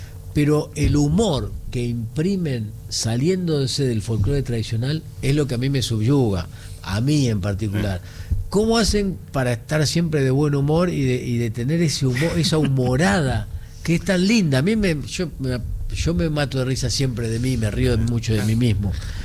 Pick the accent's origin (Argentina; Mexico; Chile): Argentina